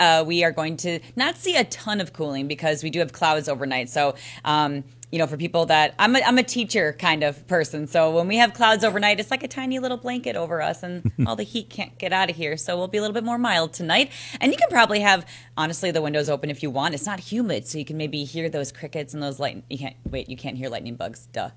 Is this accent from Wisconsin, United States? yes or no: yes; Franklin, Wisconsin, United States; my hometown in Franklin, wouldn't be mad to go there every once in a while, say hi to mom and dad